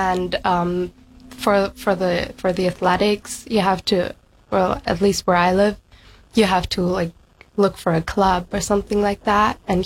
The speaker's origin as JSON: {"language": "English", "region": "Berlin", "country": "Germany", "second_language": "English", "said": "For me, it's probably because I'm from Berlin and it's quite a big city"}